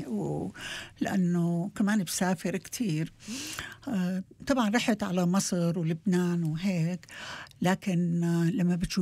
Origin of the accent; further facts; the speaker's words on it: Qamishli, Al-Hasakah Governorate, Syria; born there; moved away as an adult; أنا البلدة اللي جيت منها نحن بنسميها زالين السرياني القامشلي، تقريبا فيك تقولي على حدود يعني ما مش بعيدة عن الموصل.